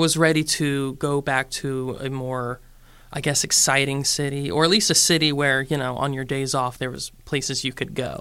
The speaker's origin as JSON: {"language": "English", "region": "South Carolina", "country": "United States", "tie": "born or raised there", "also_born_or_lived": "New York", "said": "I was raised in South Carolina, yes, but I lived back and forth in New York for a few years."}